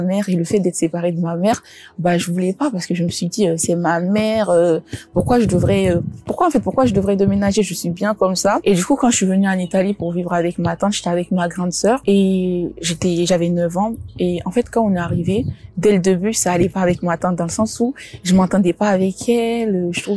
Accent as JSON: {"language": "French", "country": "Guinea", "tie": "born there", "said": "je suis née en Guinée."}